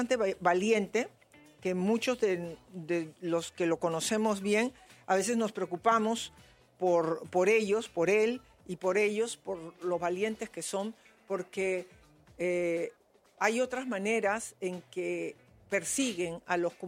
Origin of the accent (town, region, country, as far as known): Peru